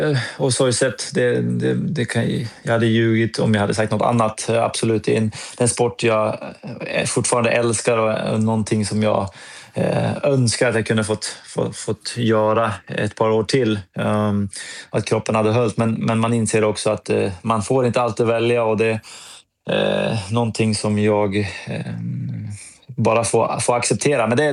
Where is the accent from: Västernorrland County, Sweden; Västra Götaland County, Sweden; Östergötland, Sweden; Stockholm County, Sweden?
Västernorrland County, Sweden; Härnösand; moved away; drömmarna startade tidigt i Härnösand